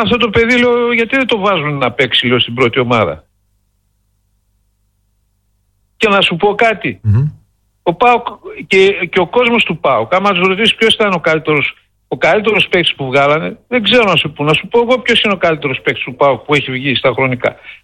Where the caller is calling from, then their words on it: Chania, Crete, Greece; είμαι από τα Χανιά